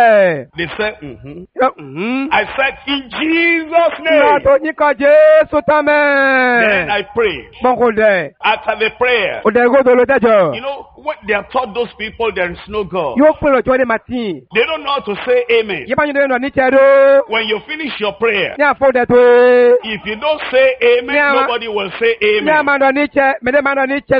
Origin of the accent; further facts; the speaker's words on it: Nigeria; Because I came from Nigeria, Africa.